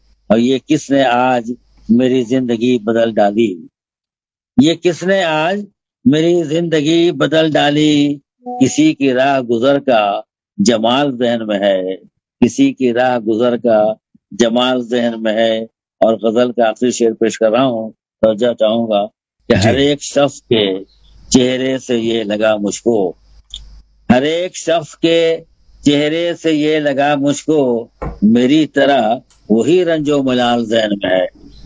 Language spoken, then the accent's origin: Hindi; Aurangabad, Bihar, India; मैं औरंगाबाद बिहार का रहने वाला हूँ